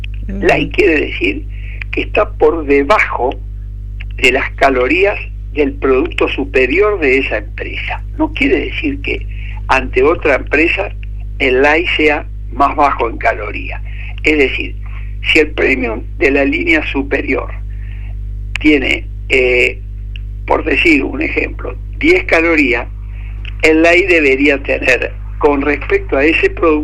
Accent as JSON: {"language": "Spanish", "region": "Northeast Argentina", "country": "Argentina", "moved": "yes", "lives_now": "Rosario, Argentina", "said": "Yo soy un agradecidísimo a Rosario por todas las oportunidades que me dio de mi profesión, de mi conocimiento social, todo mi proyecto económico, pero me encanta mi tierra, mis canciones de aquella zona, mi chamamé."}